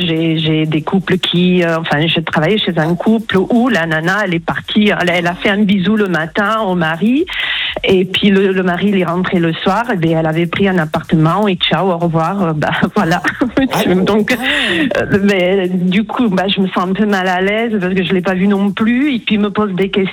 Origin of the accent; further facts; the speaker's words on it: Toulouse, Occitanie, France; Alors, je suis de Toulouse, au soleil.